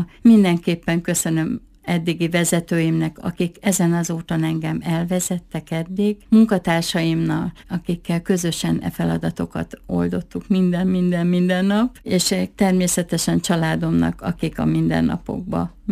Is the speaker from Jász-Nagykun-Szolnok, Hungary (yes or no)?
yes; Jász-Nagykun-Szolnok, Hungary; born there; moved away as an adult; now in Miskolc, Hungary